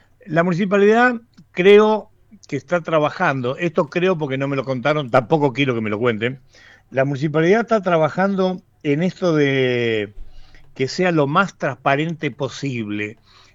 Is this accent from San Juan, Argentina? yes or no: yes; San Juan, Argentina; born there; a mí me tocó muy de pibe vivir los terremotos en San Juan, pero era muy pibe